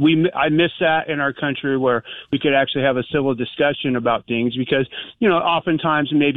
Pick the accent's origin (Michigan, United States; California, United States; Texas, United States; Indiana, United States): California, United States; born there; moved away; I'm from California. You know, my bad for being born there.